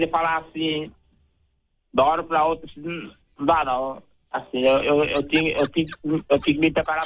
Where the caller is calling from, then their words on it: Piauí, Brazil; Eu sou do Piauí.